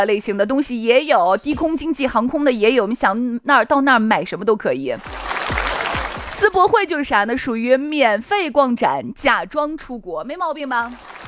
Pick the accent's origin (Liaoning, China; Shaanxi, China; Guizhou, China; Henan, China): Shaanxi, China; 咱们陕西人就是这样子